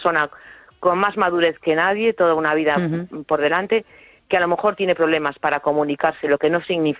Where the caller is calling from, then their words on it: A Coruña, Galicia, Spain; de La Coruña.